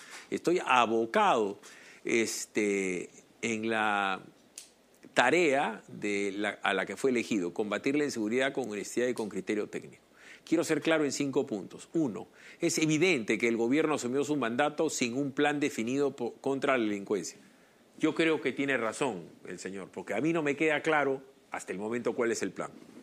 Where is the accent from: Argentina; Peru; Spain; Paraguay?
Peru; Además, yo voy a estar preocupado como ciudadano peruano que paga sus impuestos por las bajas que tengan los policías, los marinos.